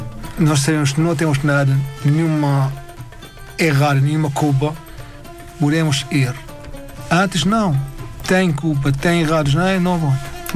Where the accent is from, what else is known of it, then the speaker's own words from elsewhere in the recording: Syria; Portuguese is a second language; moved away as an adult; now in Portugal; nós não temos passaportes de Síria, só passaporte do português.